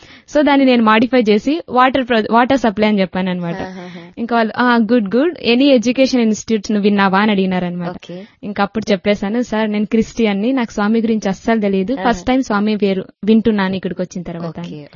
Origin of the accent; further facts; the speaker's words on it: Andhra Pradesh, India; moved away as an adult; మాది అనంతపూర్ పక్కన ఒక పల్లెటూరు, అక్కడ నుంచి ఫస్ట్ సిటీకి రావడం ఫస్ట్ టైం.